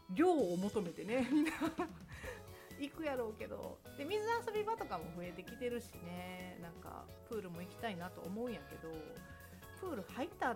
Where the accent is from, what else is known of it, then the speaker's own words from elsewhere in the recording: Shiga, Japan; うちは大見舞子とその白ひげのちょうど真ん中がうちの田舎やねんけどねそうゆるぎさんがいっぱいいます。